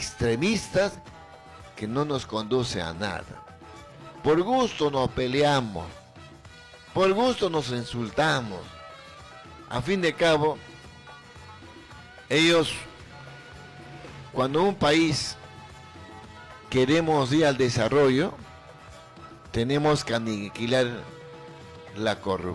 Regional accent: Peru; entre nosotros los peruanos

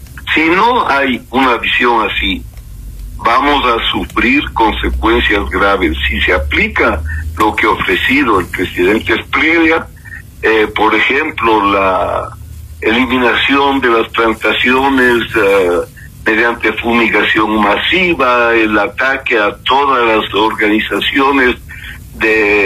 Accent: Ecuador; le digo como ecuatoriano y como latinoamericano

